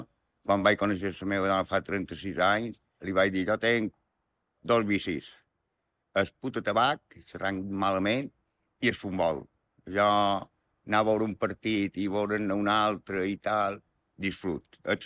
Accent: Petra, Balearic Islands, Spain; born there; vaig néixer a Petra, dia 24 de juny del 64.

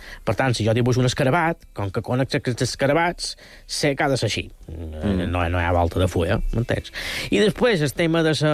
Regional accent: Banyabufar, Balearic Islands, Spain; En el meu poble, Banyabufar, som un poquet més originals.

